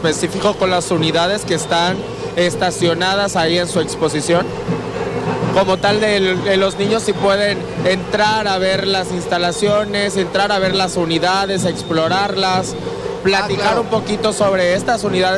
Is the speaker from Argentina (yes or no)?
no; Mexico; es algo que nosotros como mexicanos reconocemos